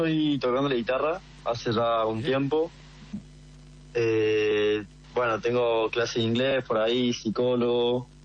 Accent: Córdoba, Argentina

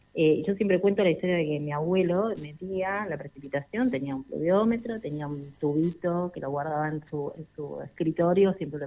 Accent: La Pampa, Argentina; born there; moved away as an adult; also born or lived in Río Gallegos, Santa Cruz / Patagonia; now in Buenos Aires, Argentina; Yo nací en Río Gallegos, viví en Patagónica, después viví muchos años en el campo de mi abuela en La Pampa.

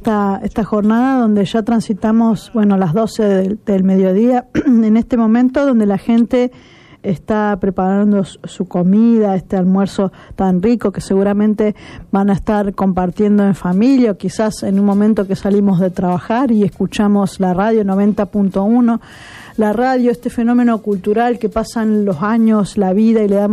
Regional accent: Santa Fe, Argentina; nos acompaña como santafesinos

